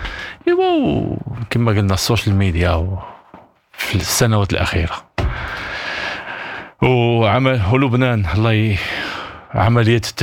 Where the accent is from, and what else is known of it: Morocco